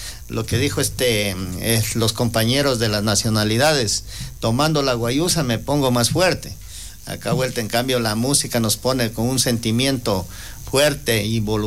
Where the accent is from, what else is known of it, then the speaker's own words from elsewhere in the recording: Loja, Ecuador; Como lojano, pues, un latinoamericano y lojano prácticamente.